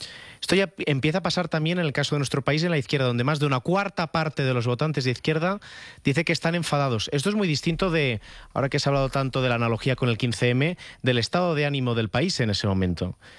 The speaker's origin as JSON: {"language": "Spanish", "region": "Catalonia", "country": "Spain", "said": "aunque yo vengo del futuro, porque vengo de Cataluña y ya hemos pasado por procesos similares"}